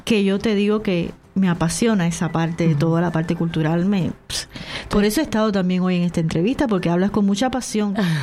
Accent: Cuba; Pero no te preocupes, yo soy cubana.

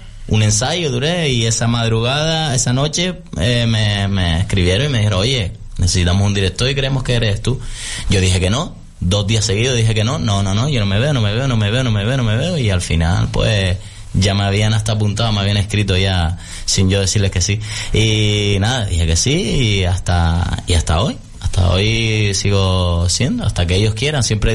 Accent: Telde, Canary Islands, Spain; pues ya nos conocíamos de toda la vida de Telde, sobre todo la gente de La Majadilla, que me crié en La Majadilla.

